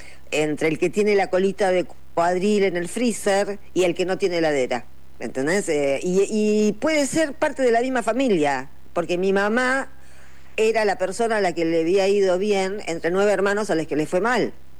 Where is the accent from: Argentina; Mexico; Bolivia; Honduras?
Argentina; Quilmes, Buenos Aires Province; yo soy de Quilmes. Me quedaba igual venir a Buenos Aires o ir a La Plata.